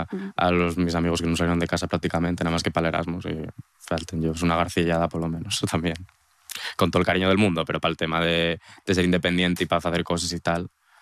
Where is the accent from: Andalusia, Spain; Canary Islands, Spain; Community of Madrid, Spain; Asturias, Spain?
Asturias, Spain; yo que soy de Asturias